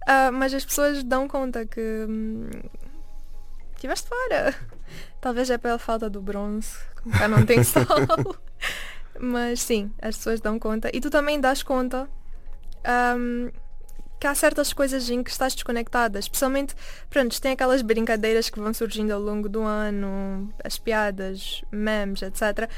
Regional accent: Mozambique; now in abroad; Eu sinto muita falta de comida caseira, especialmente sendo moçambicana. Não há muitos restaurantes moçambicanos cá.

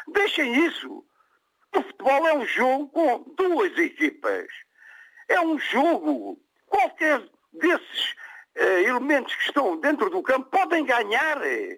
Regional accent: Torres Vedras, Lisbon, Portugal; born there; da minha terra, Torres Vedras

